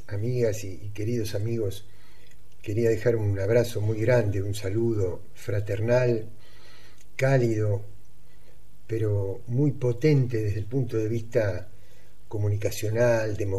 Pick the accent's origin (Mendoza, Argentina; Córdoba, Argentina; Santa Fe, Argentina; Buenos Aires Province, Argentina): Buenos Aires Province, Argentina; La Plata; de mi ciudad, de La Plata, tan cerca del barrio donde yo nací